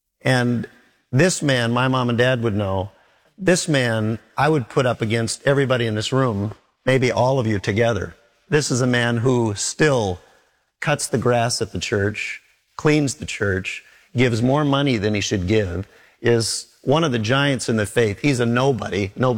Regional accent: Minneapolis, Minnesota, United States; a dear man who I grew up with in Minneapolis.

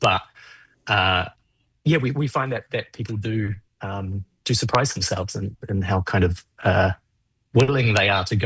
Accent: New Zealand; born or raised there

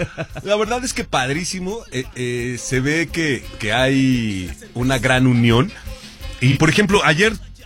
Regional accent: Mexico; Como somos los mexicanos, ¿no?

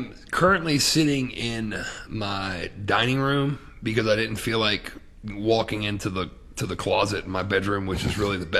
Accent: Ohio Valley, United States; and I grew up in the Ohio Valley

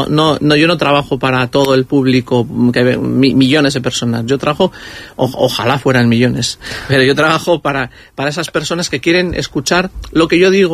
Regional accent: San Sebastián, Basque Country, Spain; yo creo que soy un chico de Donosti vasco, de nuestra cultura, y al final siempre me puedo apoyar ahí. O sea, ante la duda yo puedo hablar de nuestras locuras de Donosti, de ser guipuzcoano, de lo diferente que es ser de Bilbao y ser de Donosti

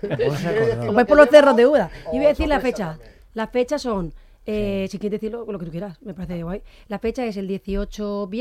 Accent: Alicante, Valencian Community, Spain; Con que yo soy alicantina, a veces no me va.

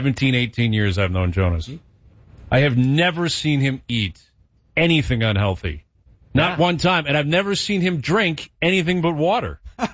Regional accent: Canada; I'm a Canadian, too.

